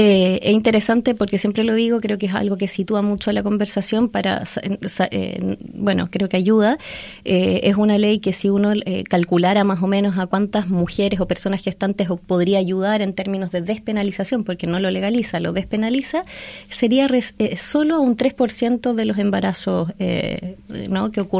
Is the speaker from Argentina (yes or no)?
no; Chile; moved away; Bueno, yo vengo de Chile